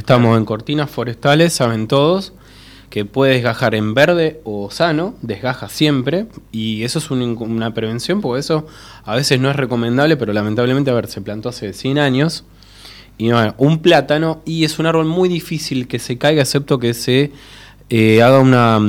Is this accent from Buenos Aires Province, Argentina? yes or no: yes; Campana, Buenos Aires Province, Argentina; yo soy oriundo de Campana